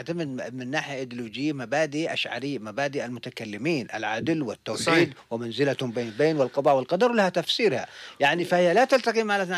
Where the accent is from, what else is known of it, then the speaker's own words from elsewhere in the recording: Yemen; نحن وجها لوجه مع إيران كيمنيين